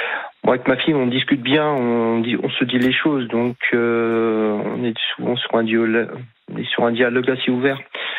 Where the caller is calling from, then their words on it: Cherbourg, Normandy, France; Alors, je suis de Normandie, exactement à Cherbourg.